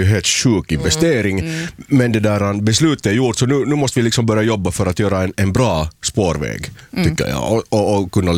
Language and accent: Swedish; Helsinki, Uusimaa, Finland; now in Turku, Finland; Så att jag kommer ju från en stad som, alltså jag är uppvuxen i Helsingfors